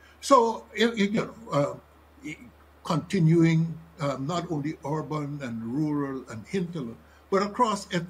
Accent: Guyana

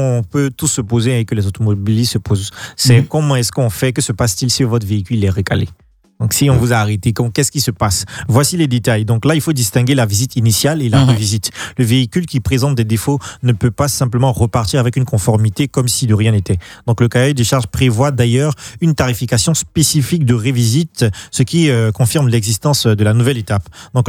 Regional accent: Côte d’Ivoire; Je me pose juste des questions en tant qu'Ivoirien.

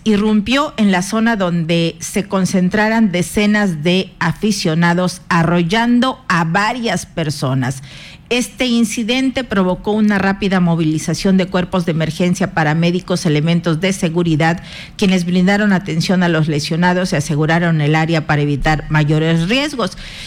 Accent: Mexico; Así somos los mexicanos

